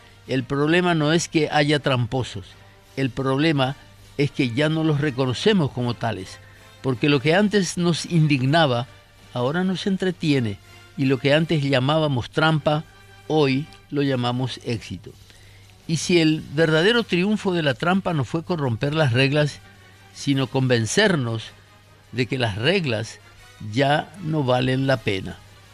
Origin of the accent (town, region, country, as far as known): Paraguay